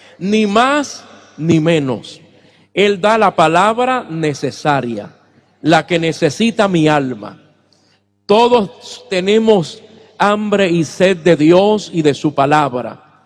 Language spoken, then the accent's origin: Spanish; Puerto Rico; Todos reciben saludos de mi tierra, Puerto Rico.